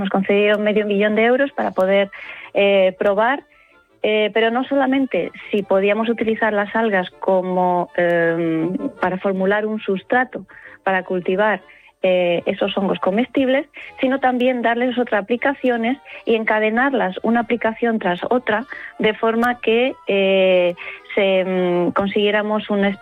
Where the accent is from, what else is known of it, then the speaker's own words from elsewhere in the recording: Murcia, Region of Murcia, Spain; now in Madrid, Spain; soy murciana. Tengo nací en Murcia, crecí toda mi infancia pasando los veranos en los Urrutias, en las orillas del Mar Menor